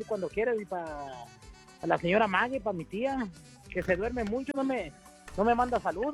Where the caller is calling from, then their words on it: Miguel Auza, Zacatecas, Mexico; El ranchero de Miguel Auza.